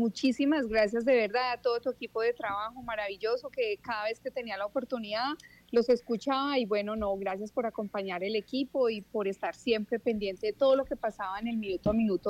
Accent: Pereira, Risaralda, Colombia; also born or lived in Bogotá; Yo soy de Pereira, pero he vivido casi toda mi vida en Bogotá

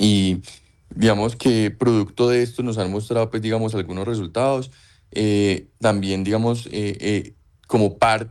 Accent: Colombia

